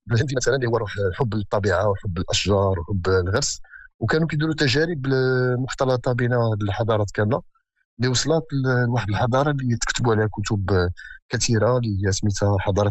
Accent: Morocco

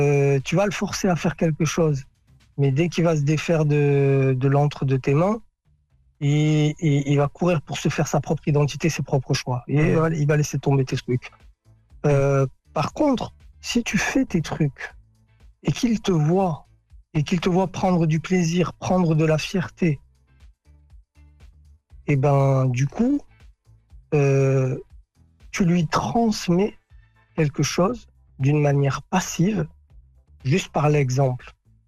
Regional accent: Beni Mellal, Béni Mellal-Khénifra, Morocco; Et là, je revois les images de quand j'étais gamin, qu'on était au Gdam el-Bab à Beni Mellal, sur Bouachouch

